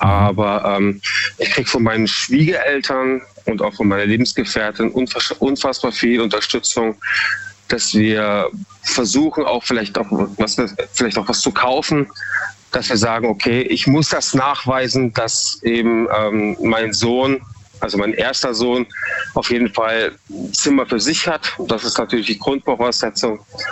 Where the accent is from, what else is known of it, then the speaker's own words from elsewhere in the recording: Munich, Bavaria, Germany; now in Freiburg, Germany; Also ich bin ursprünglich aus Bayern, ja, Münchner Kindl. Und bewusst bin ich damals eben nach nach Eichstätten, also nach Freiburg gezogen